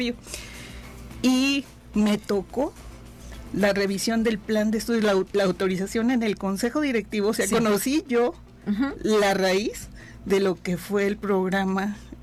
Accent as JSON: {"language": "Spanish", "town": "Matehuala", "region": "San Luis Potosí", "country": "Mexico", "said": "Yo soy de Matehuala."}